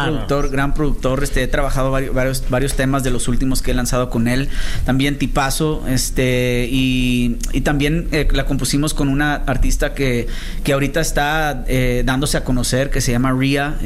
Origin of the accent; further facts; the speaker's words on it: Mexico; no importa si somos de este lado del charco o del otro, somos mexicanos y debemos estar unidos